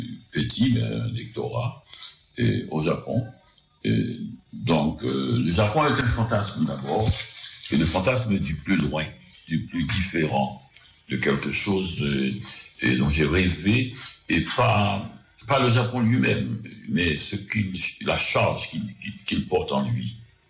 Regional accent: Petit-Goâve, Ouest, Haiti; Parce que là où je vivais, j'ai passé mon enfance à Petit Gouave, il y avait des marais autour

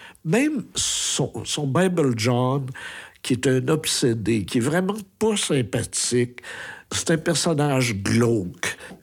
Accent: Quebec, Canada; ça nous touche en tant que Québécois.

